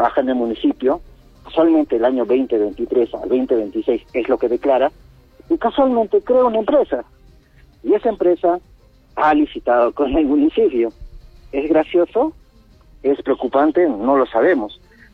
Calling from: Arequipa, Peru; Yo vivo en Salvo Alegre, tengo 33 años, he nacido en la Avenida Obrera

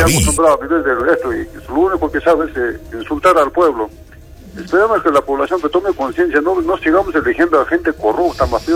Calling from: Arequipa, Peru; Soy de Mariano Melgar

